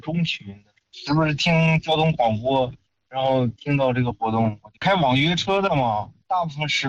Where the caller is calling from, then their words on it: Shijiazhuang, Hebei, China; 就石家庄的。